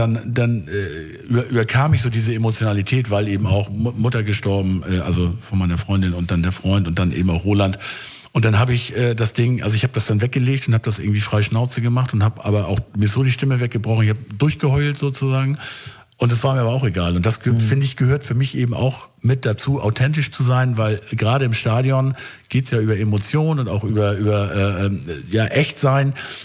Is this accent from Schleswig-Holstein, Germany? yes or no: yes; Schleswig, Schleswig-Holstein, Germany; Also in Schleswig, ich komme ja aus Schleswig, bin geborener Schleswiger.